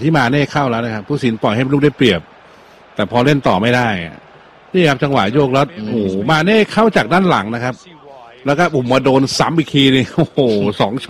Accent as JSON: {"language": "Thai", "region": "Bangkok", "country": "Thailand", "said": "พี่ผมคนกรุงเทพ"}